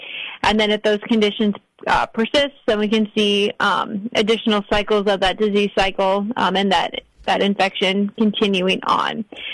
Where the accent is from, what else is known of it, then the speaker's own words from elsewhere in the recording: Iowa, United States; Yeah, so I grew up on a farm in Northwest Iowa, and then after I graduated high school, I went to Iowa State where I majored in agronomy